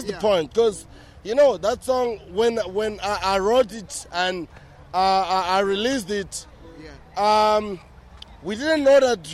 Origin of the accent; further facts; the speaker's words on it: Inhambane, Mozambique; I'm a Mozambican, and I'm from Nyamban. Guys, I'm enjoying. This is my country. This is my province.